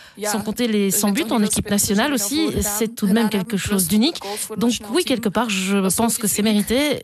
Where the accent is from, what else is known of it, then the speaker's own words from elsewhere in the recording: Belgium; en tant que petite Belge, entre guillemets